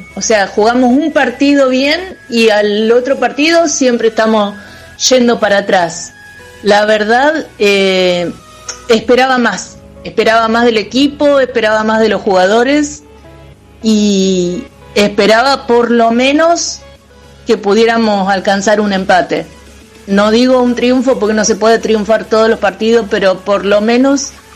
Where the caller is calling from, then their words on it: Santa Fe, Argentina; del Centro